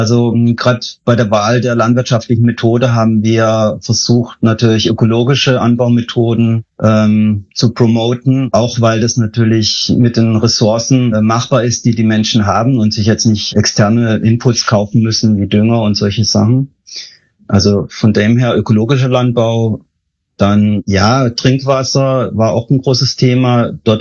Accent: Baden-Württemberg, Germany; dass ich ursprünglich auf einem Bauernhof aufgewachsen bin in Südbaden in der Nähe vom schönen Kaiserstuhl

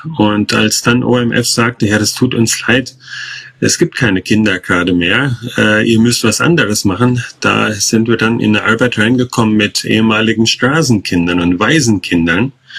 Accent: Central Germany, Germany; moved away as an adult; also born or lived in Thailand; Ich komme hier gebürtig aus der Mitte von Deutschland. Vielleicht hört man das auch ein bisschen an meinem Akzent. Und ja, war 15 Jahre mit OMF in Asien gewesen

